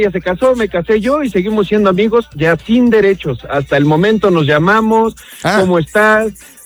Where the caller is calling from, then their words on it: Mexico City, Mexico; Hablo de la Ciudad de México.